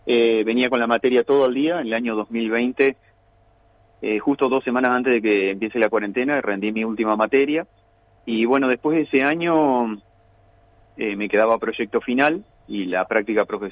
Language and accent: Spanish; Valle María, Entre Ríos, Argentina; ambos somos oriundos ahí de Valle María